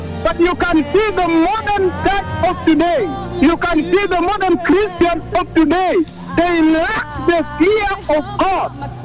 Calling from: Washington, United States; I am calling you from Washington, main altar.

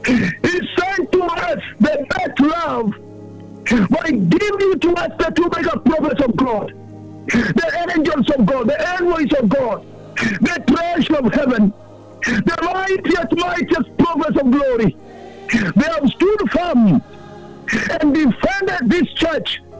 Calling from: Soi, Uasin Gishu County, Kenya; I'm calling you from Soi region.

